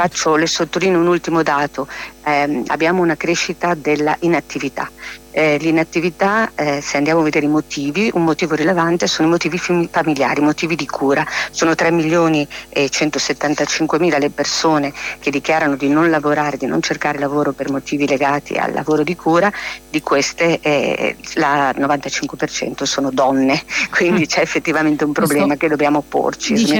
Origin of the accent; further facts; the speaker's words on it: Emilia-Romagna, Italy; sono dell'Emilia Romagna